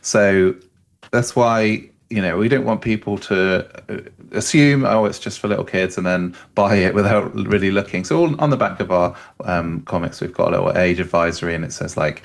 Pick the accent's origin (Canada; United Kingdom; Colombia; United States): United Kingdom; South West England; I grew up in Cornwall in the UK